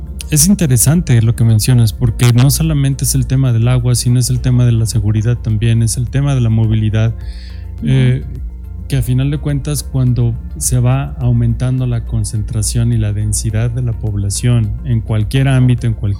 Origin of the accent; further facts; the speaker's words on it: San Luis Potosí, Mexico; nosotros como mexicanos, o incluso a lo mejor hasta como potosinos.